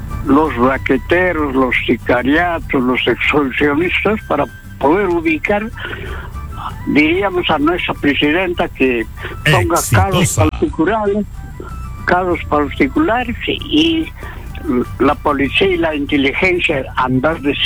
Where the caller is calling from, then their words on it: Huánuco, Peru; Yo hablo de Huánuco.